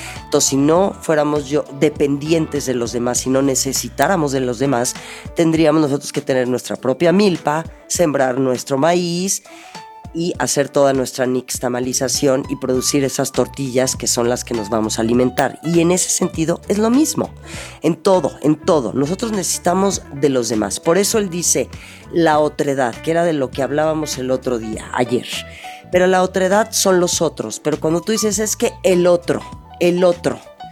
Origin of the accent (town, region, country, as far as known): Mexico